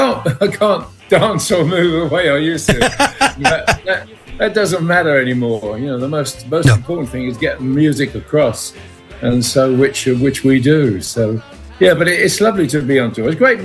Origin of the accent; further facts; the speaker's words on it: London, United Kingdom; accent: London; And I don't think he'd ever heard my London accent.